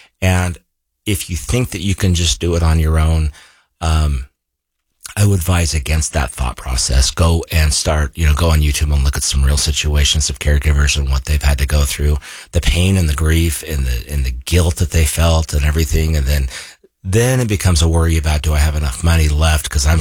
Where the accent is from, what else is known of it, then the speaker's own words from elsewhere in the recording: Idaho, United States; Growing up in Idaho, we had a restaurant